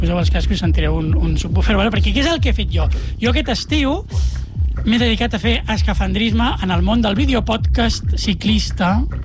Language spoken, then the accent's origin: Catalan; Catalonia, Spain; jo sóc una persona nascuda i crescuda al Vallès